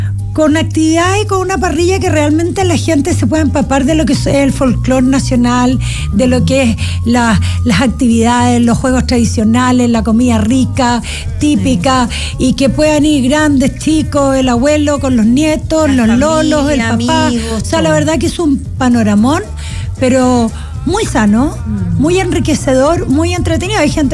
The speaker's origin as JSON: {"language": "Spanish", "town": "Chimbarongo", "region": "O'Higgins", "country": "Chile", "tie": "born or raised there", "said": "Yo soy cría en el campo, en Chimbarongo."}